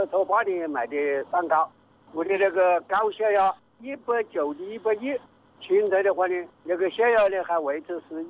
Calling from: Shandong, China; 我是山东的用户啊。

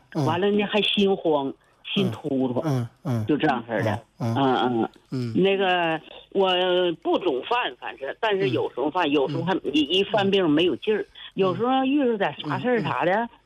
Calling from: Taonan, Jilin, China; 吉林省洮南市

